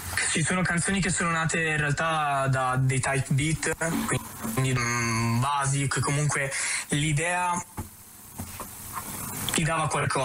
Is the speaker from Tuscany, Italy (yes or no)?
no; Trento, Trentino-Alto Adige, Italy; also born or lived in Apulia; Io sì, sono di Trento, ma sono nato in Puglia in realtà